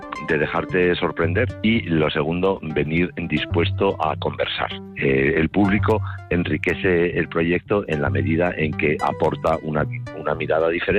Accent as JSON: {"language": "Spanish", "town": "San Román", "region": "Asturias", "country": "Spain", "said": "los de San Román no somos público de Nexo 2."}